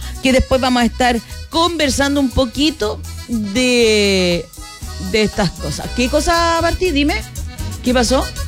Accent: Chile; somos seres humanos, somos chilenos

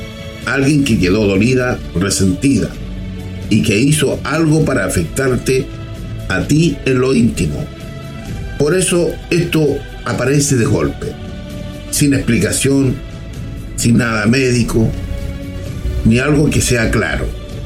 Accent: Chile; Soy humano, chileno

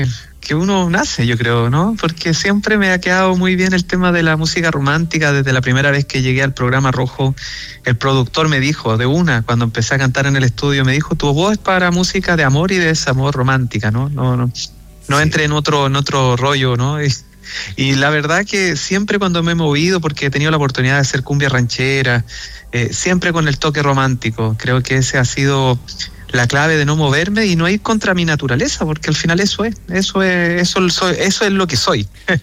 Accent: Graneros, O'Higgins, Chile; now in Santiago, Chile; Yo soy oriundo y criado en Granero City

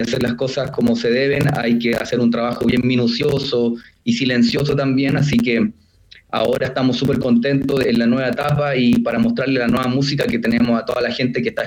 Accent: Santiago, Santiago Metropolitan Region, Chile; soy de Santiago

